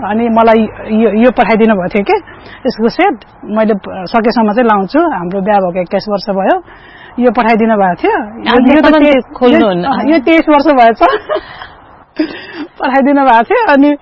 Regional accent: Darbang, Gandaki Province, Nepal; moved away; म हुर्केको चाहिँ दरबाङमा

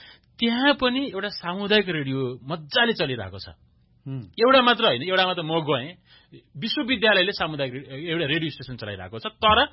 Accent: Damauli, Gandaki Province, Nepal; मेरै दमौली, मेरो गृह जिल्ला तनहुँमा

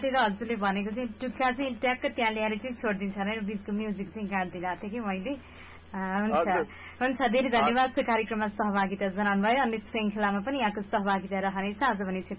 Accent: Waling, Gandaki Province, Nepal; हो हो मेरो घर वालिङै हो।

